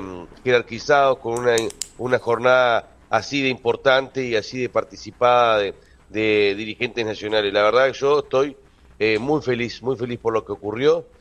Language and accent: Spanish; Colonia 18 de Julio, Salto, Uruguay; Yo me crié, sí, en la colonia 18 de julio porque mi familia es de allí.